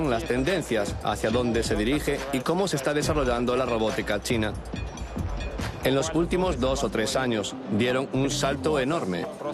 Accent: Russia; Somos especialistas rusos en robótica.

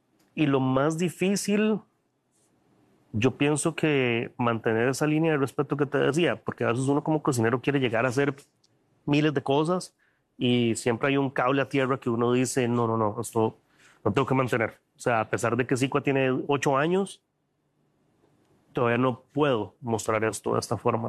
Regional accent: Costa Rica; para nosotros como costarricenses

